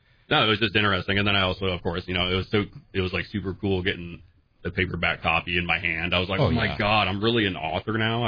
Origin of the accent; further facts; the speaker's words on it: Pacific Northwest, United States; I grew up on the Pacific Northwest, and we lived near the ocean